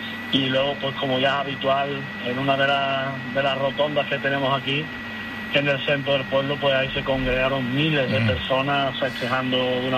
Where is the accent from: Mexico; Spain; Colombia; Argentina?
Spain; Además de como españoles, como es lógico, y como amantes del fútbol, pues porque cuando tú ves a vecinos tuyos con la bandera de tu pueblo, la de tu país